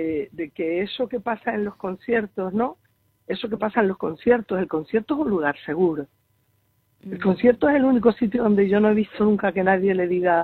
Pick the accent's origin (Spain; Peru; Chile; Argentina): Spain; Arrecife, Canary Islands; ya está empezando a ver la luz en mi tierra, ¿no? En Arrecife.